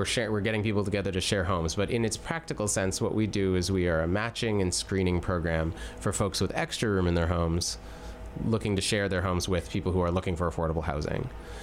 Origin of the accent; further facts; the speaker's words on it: Canada; now in United States; Well, I guess I would love people to know that I am a Canadian expat, I guess is interesting for folks to know.